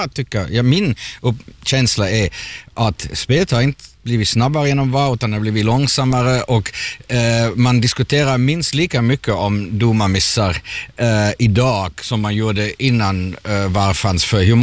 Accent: Germany; de flesta vet att jag är tysk

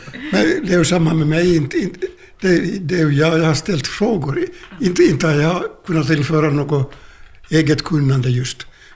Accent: Jeppo, Ostrobothnia, Finland; Jag är inte uppväxt i Växala utan i Jeppo, men båda mina föräldrar var hemifrån från Växala.

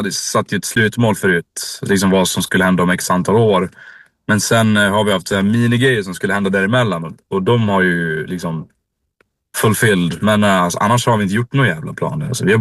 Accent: Dalarna County, Sweden; Det är för att vi är från Dalarna, det är med.

